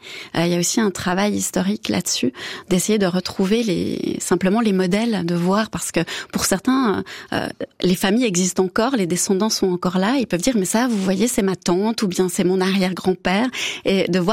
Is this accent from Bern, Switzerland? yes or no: yes; Biel, Bern, Switzerland; moved away as an adult; Je viens quand même de Bienne.